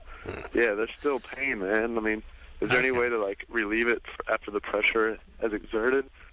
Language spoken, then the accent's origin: English; North Carolina, United States; moved away; I'm from North Carolina, also originally.